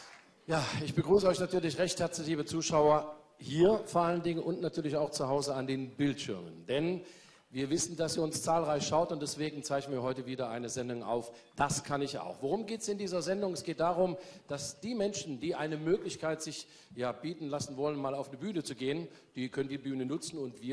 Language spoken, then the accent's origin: German; Thuringia, Germany; aus dem wunderbaren Thüringen, aus meiner Heimatstadt.